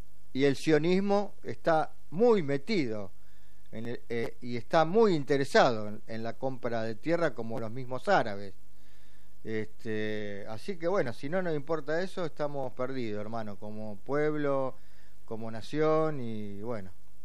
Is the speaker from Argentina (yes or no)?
yes; Argentina; nuestra República Argentina